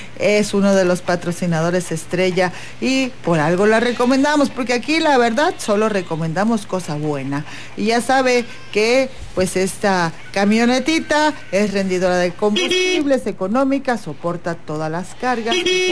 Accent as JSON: {"language": "Spanish", "region": "Tabasco", "country": "Mexico", "said": "somos tabasqueños, todos somos tabasqueños. Y bueno, como tabasqueños vamos a recomendar algo japonés."}